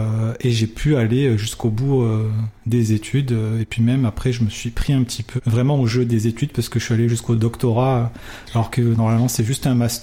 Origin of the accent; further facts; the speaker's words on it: Montpellier, Occitanie, France; Je suis de Montpellier